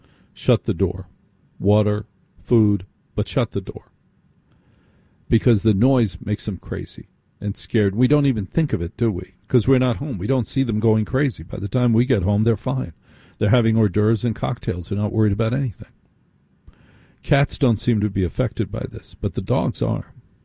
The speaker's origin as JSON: {"language": "English", "town": "Maplewood", "region": "New Jersey", "country": "United States", "tie": "born or raised there", "said": "Well, I grew up in Maplewood."}